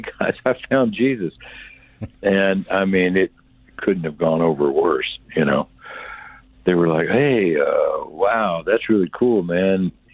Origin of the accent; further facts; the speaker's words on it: the South, United States; I was raised in the South.